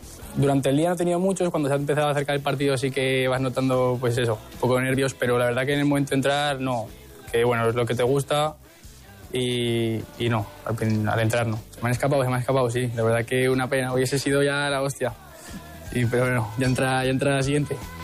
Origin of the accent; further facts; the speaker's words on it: Huesca, Aragon, Spain; yo soy aquí de Huesca toda la vida